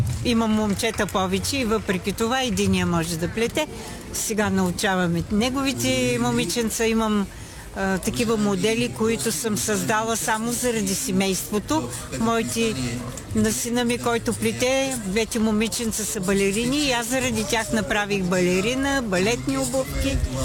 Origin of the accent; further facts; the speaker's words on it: Karlovo, Plovdiv Province, Bulgaria; аз съм от Карлово